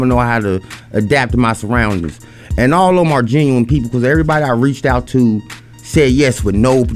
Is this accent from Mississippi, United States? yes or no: no; Jersey City, New Jersey, United States; I grew up in Jersey City